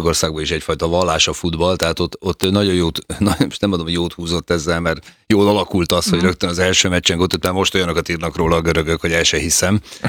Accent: Hungary; ott valahol mondtam, hogy magyar vagyok, 3 napig nem engedtek fizetni.

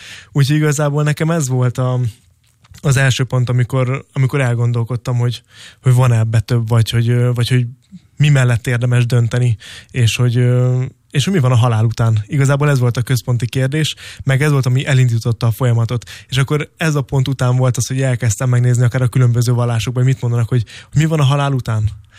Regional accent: Fót, Pest, Hungary; born there; gyönyörű Fóti általános suliba jártam

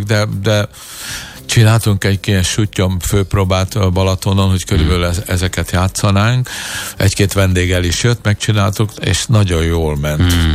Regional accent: Hungary; mi magyar gyerekek vagyunk

